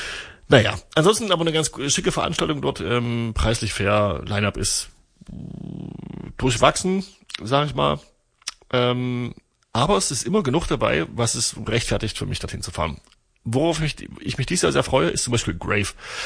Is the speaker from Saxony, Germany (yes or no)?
yes; Torgau, Saxony, Germany; moved away; ich komme aus Torgau, das ist meine Heimatstadt. Meine Mutter wohnt nicht weit weg vom Festivalgelände.